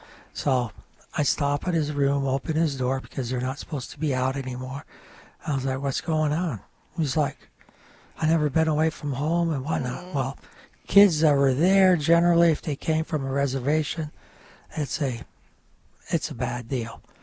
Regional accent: New York, United States; first language French; English is a second language; moved away as an adult; if you're French. English is my second language. Originally from the North Country of New York, that is Quebec, and my mother was from Montreal, so all we spoke was French at home.

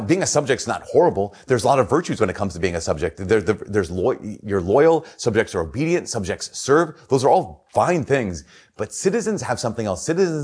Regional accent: United States

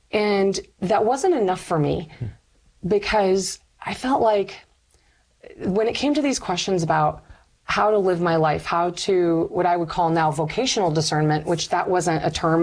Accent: Michigan, United States; born or raised there

